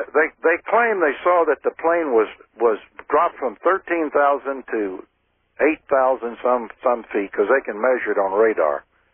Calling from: Galveston, Texas, United States; I'm calling from Galveston Island in the Gulf of Mexico. That's Galveston, Texas.

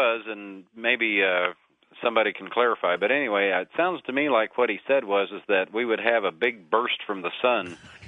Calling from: Kansas City, Missouri, United States; I'm calling from KCMO in Kansas City, Missouri.

